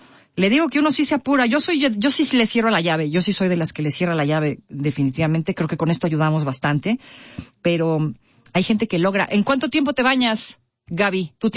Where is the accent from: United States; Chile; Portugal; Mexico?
Mexico; qué tan limpios somos los mexicanos